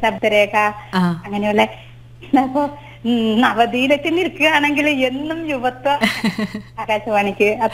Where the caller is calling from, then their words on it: Kannur, Kerala, India; ഞാൻ കണ്ണൂരിൽ നിന്നാണ് വിളിക്കുന്നത്.